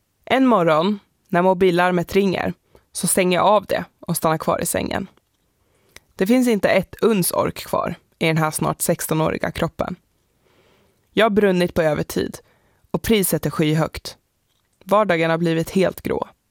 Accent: Gävle, Gävleborg County, Sweden; moved away; Hemma i Gävle hade jag alltid varit den längsta tjejen på planen.

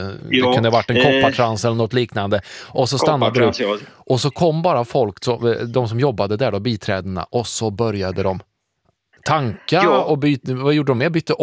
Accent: Värmland, Sweden; för jag har vuxit upp i Värmland, mitt i alltså

